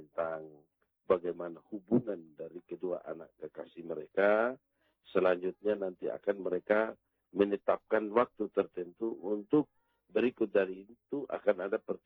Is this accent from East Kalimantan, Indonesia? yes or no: no; Tunbaun, East Nusa Tenggara, Indonesia; Saya sementara di kampung saya di Desa Tunbaun.